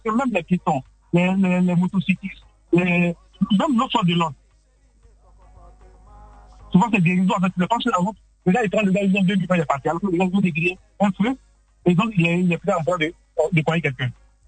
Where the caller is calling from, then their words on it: Abidjan, Côte d’Ivoire; Je vous appelle d'Abidjan.